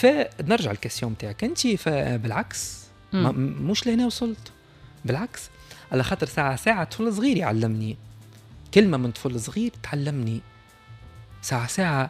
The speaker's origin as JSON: {"language": "Arabic", "country": "Tunisia", "said": "احنا مثلا عندنا في تونس"}